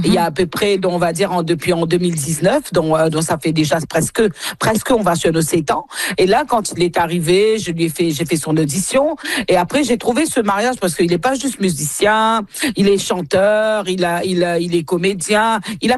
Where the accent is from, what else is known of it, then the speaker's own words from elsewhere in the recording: Mauritius; Comme nous sommes bilingues, nous sommes aussi, nous parlons le français et l'anglais déjà dès l'âge de 5 ans, obligatoire à l'île Maurice. Et puis après, quand vous parlez le créole